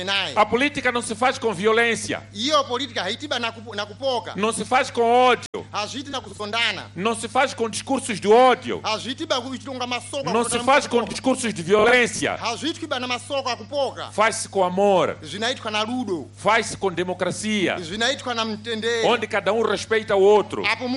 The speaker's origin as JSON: {"language": "Portuguese", "country": "Mozambique", "said": "Nós, como moçambicanos, somos um povo de paz."}